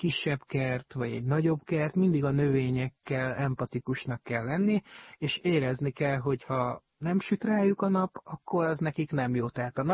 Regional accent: Abda, Győr-Moson-Sopron, Hungary; mert vidéken nőttem fel egy kis faluban, Dunántúlon, Abdán, Győr mellett, és az egész családom kertészkedett

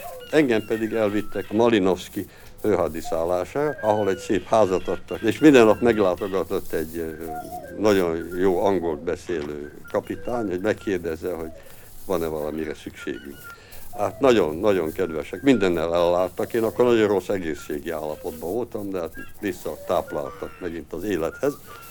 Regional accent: Hungary; now in United States; épp úgy magyar ember vagyok, mint valaha is voltam. És épp úgy a hazám Magyarország, mint valaha is gyerekkoromban volt.

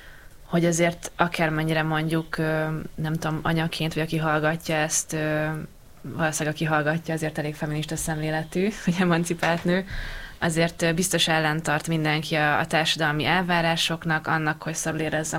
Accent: Hungary; Magyarországon élünk, és itt nőttünk fel

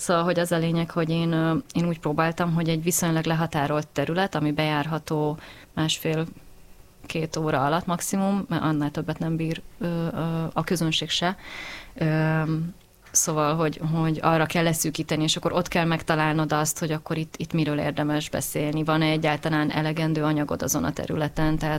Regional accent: Budapest, Hungary; Ja, csak azért, mert zuglói vagyok, és akkor nekem is feltűnt, hogy Hermina, meg Teleki Blanka gimnázium van ott

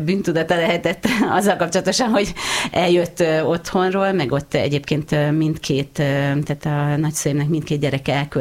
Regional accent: Debrecen, Hajdú-Bihar, Hungary; mert én egyébként Debrecenben születtem, tehát hogy én vidéki nagyvárosban nőttem fel

